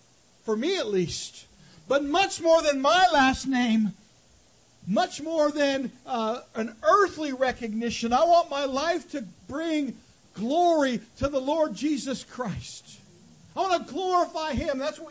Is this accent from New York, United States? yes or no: no; Temecula, California, United States; back yonder when I grew up in Temecula, California, it was a small town. That's 100,000 people there now. But back then, it was just a few thousand people, and one elementary school, and one junior high school, and no high school.